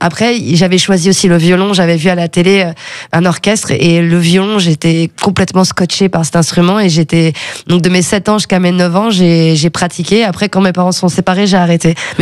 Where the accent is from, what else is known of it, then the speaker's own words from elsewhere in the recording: Chambray-lès-Tours, Centre-Val de Loire, France; born there; also born or lived in Aquitaine; Je suis née à Chambrais-les-Tours et on avait une maison à Maitrey. Et que mon père avait construite avec ses mains. Et j'ai habité là jusqu'à mes 9 ans. Et ensuite, j'ai déménagé en région Aquitaine.